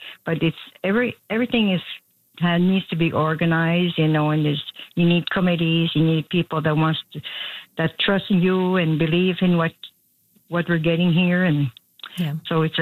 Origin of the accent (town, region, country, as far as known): New Brunswick, Canada; born or raised there